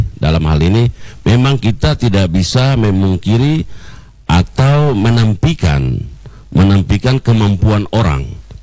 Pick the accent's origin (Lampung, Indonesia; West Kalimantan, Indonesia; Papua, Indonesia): Papua, Indonesia; Tadi juga saya Pak Eli sempat singgung kita orang asli Papua untuk di jabatan itu